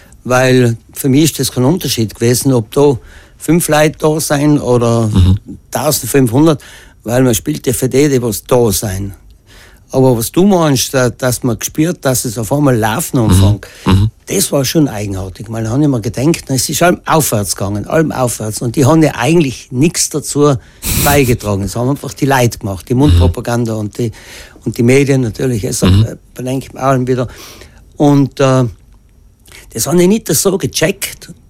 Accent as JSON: {"language": "German", "region": "Tyrol", "country": "Austria", "tie": "born there", "also_born_or_lived": "Ultental, South Tyrol", "said": "ich bin in Österreich geboren, ich bin zwar Oldentaler, aber ich bin in Österreich geboren, da ist mein Lebensmittelpunkt draußen."}